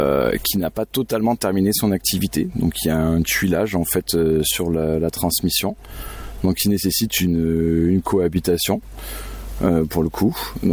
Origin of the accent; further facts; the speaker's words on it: Provence-Alpes-Côte d'Azur, France; moved away as an adult; also born or lived in Grenoble; now in Lozère, France; voilà, je suis arrivé en Lozère en 2017, je suis originaire du Vaucluse